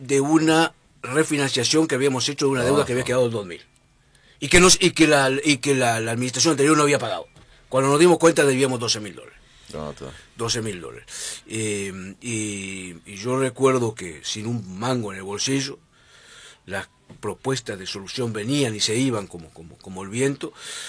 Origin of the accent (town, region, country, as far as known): Uruguay